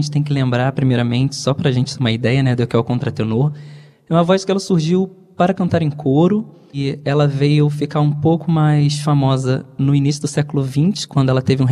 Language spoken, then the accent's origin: Portuguese; Rio de Janeiro, Brazil; eu sou da região do Vale do Café